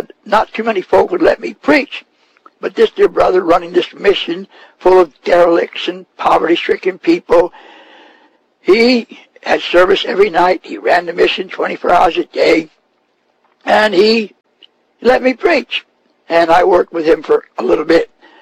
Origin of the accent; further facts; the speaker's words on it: Bethlehem, Pennsylvania, United States; I was back in my home where I was born and raised on Fire Lane in Bethlehem, Pennsylvania. That's where I lived. I was born there. And that's where I was living at that time in my mother and father's home where I was raised at.